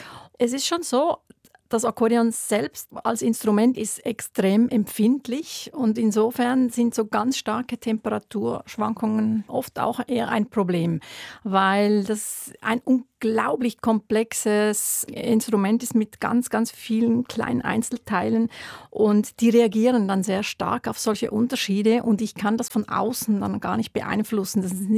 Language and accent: German; Wollerau, Schwyz, Switzerland; ich bin in Wollerau im Kanton Schwyz in einem kleinen Dorf aufgewachsen. Da gab es eine große Tradition von Ländlerstubeten, von Akkordeonorchestern.